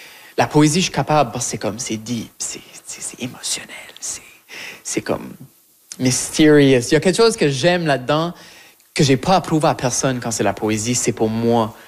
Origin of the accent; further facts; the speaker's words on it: Shediac, New Brunswick, Canada; also born or lived in Moncton; now in Montréal, Canada; Que oui, c'est ma ville natale que j'aime, love you Shediac, mais je m'étais dit que j'allais jamais retourner là, vivre à Shediac.